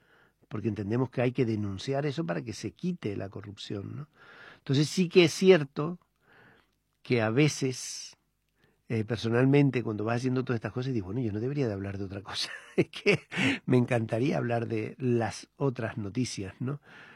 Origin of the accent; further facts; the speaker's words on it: Canary Islands, Spain; moved away; yo soy de las Islas Canarias, hace ya mucho que salí de vivir allí de forma estable